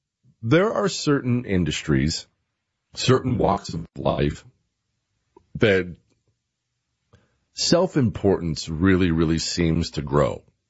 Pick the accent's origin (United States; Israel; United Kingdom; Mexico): United States